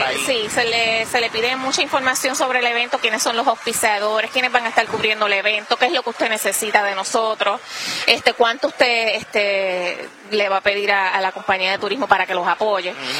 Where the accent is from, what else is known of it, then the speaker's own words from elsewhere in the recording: Aguadilla, Puerto Rico; Aguadilla es mi pueblo